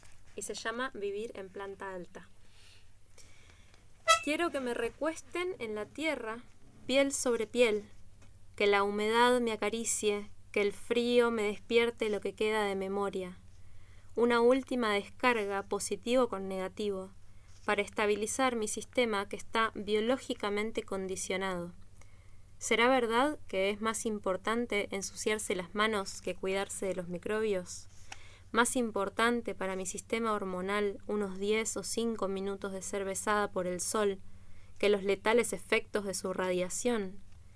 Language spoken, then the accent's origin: Spanish; Buenos Aires, Argentina; yo en este momento estoy en condición de migrante, pero yo vengo de Buenos Aires, conozco muchas personas que están en la misma situación